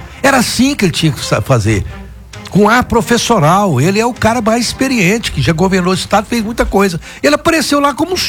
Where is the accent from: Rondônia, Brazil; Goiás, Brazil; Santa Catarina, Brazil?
Goiás, Brazil; Rio Verde; que sou de Rio Verde